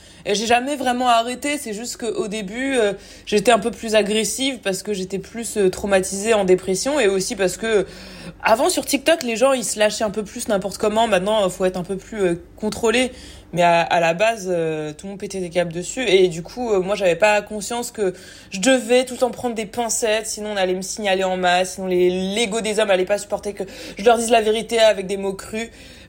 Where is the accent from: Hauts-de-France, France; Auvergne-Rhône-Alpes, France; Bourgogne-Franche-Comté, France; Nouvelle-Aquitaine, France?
Nouvelle-Aquitaine, France; La Rochelle; also born or lived in Évry / China; Je suis née à Évry et ensuite j'étais à La Rochelle. J'ai aussi grandi une partie de ma vie en Chine quand j'étais petite en école primaire pendant 4 ans.